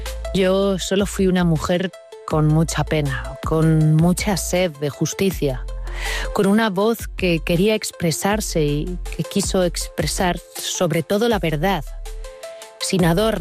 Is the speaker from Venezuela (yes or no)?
no; Galicia, Spain; first language Galician; Elegí el gallego porque era mi verdad, era mi lengua materna, era la lengua que se hablaba en mi tierra